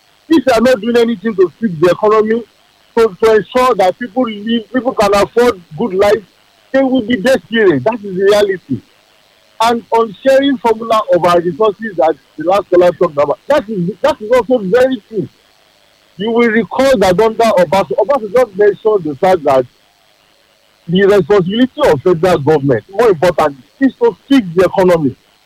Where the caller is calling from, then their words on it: Dubai, United Arab Emirates; I am calling from Dubai.